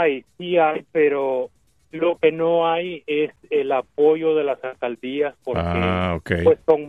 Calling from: North Carolina, United States; yo aquí vivo en Carolina.

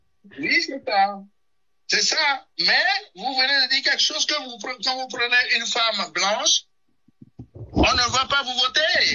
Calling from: Benin; chez nous, au Bénin

